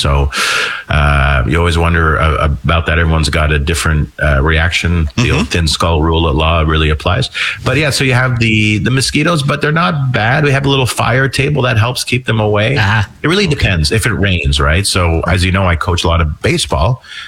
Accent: Montreal, Quebec, Canada; moved away as an adult; now in Ottawa, Canada; I am from Montreal.

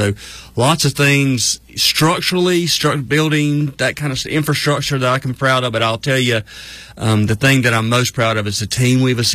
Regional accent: Clinton, North Carolina, United States; So I grew up in a little place called Clinton, North Carolina, down in Sampson County.

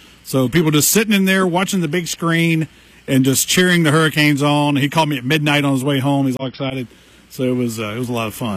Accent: West Virginia, United States; I'm from McDowell County. These fancy high-tech phones, I have a hard time with it, being a McDowell County boy.

